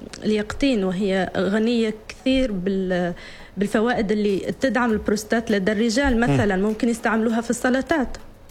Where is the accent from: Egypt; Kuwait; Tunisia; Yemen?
Tunisia; Jendouba Governorate; moved away as an adult; also born or lived in Sousse, Tunisia; now in Oman; احنا من الشمال الغربي.